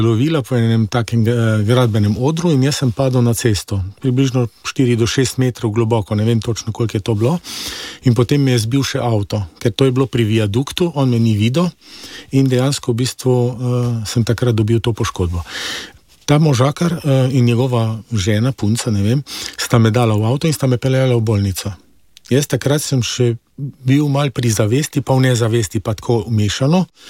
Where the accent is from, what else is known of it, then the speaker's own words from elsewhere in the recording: Celje, Savinja, Slovenia; born there; Rojen sem v Celju.